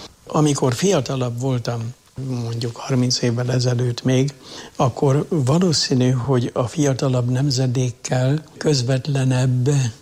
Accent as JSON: {"language": "Hungarian", "town": "Jászárokszállás", "region": "Jász-Nagykun-Szolnok", "country": "Hungary", "tie": "born or raised there", "said": "És ami még a szülőhazám idejére visszanyúlik, ott minden első szombaton mondattak szentmisét papi hivatásokért. Na most akkor ezt elmondom. Édesanyám benne volt a tanyai világnak, a Jászárokszállási tanyai körzetnek a Rózsafűzér társulatába."}